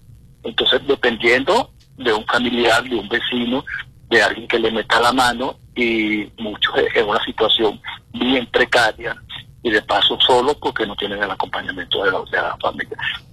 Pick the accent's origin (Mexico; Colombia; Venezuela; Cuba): Venezuela; reencontrarnos como país, como venezolanos